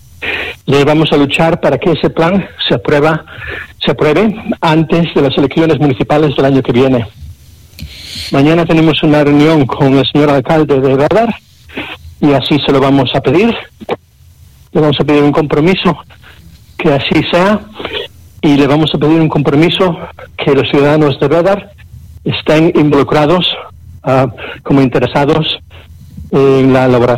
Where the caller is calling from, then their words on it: Dalías, Andalusia, Spain; yo soy vecino de Dadar